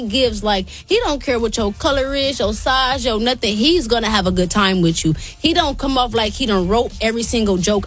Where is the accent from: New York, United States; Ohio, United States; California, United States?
Ohio, United States; Toledo; He went to my hometown, to Toledo.